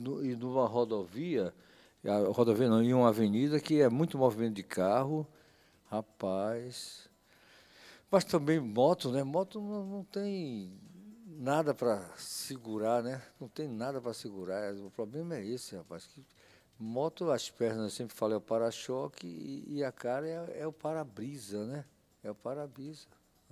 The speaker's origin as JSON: {"language": "Portuguese", "region": "Bahia", "country": "Brazil", "said": "Eu mesmo sou baiano, mas um recado para mim também."}